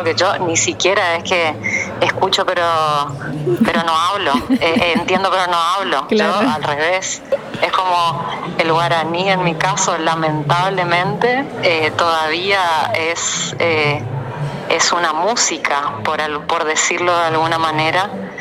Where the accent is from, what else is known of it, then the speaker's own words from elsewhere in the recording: Corrientes, Argentina; Yo, nacida y criada en Corrientes Capital, soy diseñadora gráfica y soy artista.